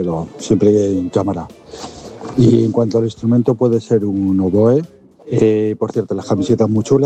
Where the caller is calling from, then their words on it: Leganés, Community of Madrid, Spain; de Leganés.